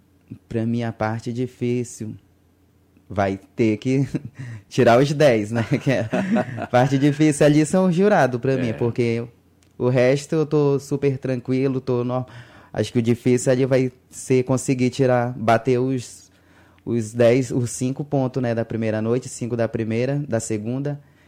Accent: Benjamin Constant, Amazonas, Brazil; now in Tabatinga, Brazil; Eu sou da cidade de Benjamim, já, já dançava por lá. Aí vim pra cá

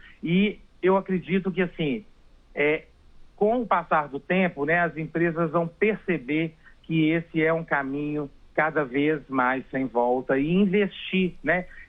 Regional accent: Belo Horizonte, Minas Gerais, Brazil; now in São Paulo, Brazil

